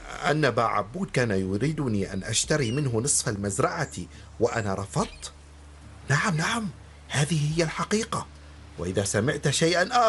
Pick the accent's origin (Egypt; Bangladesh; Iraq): Bangladesh; Rangpur Division; Arabic is a second language; moved away as an adult; أنا من بنغلاديش، من قرية صغيرة قرب مدينة رانشبور. كانت أسرتي تعمل في زراعة الأرز